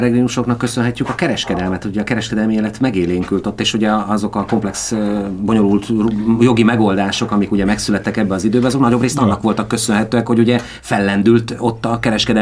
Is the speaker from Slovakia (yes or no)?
no; Hungary